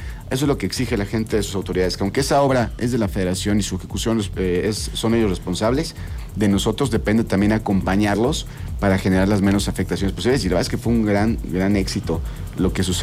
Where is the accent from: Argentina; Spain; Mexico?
Mexico; Querétaro; todos los que somos queretanos de toda la vida